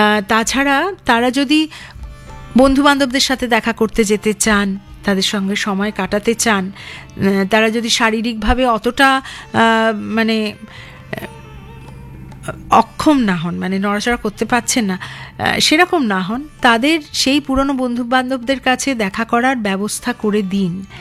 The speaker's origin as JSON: {"language": "Bangla", "country": "India", "said": "কারণ আমরা ভারতীয়"}